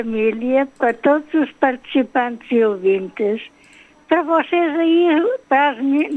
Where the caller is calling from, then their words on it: Centro, Portugal; Não, eu sou da Cabrelha do Coa